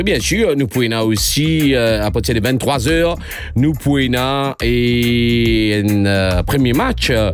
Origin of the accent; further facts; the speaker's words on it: Mauritius; nous en tant que Mauricien